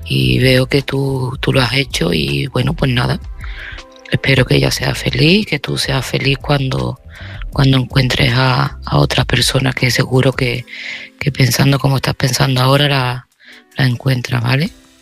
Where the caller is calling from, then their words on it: Seville, Andalusia, Spain; de Sevilla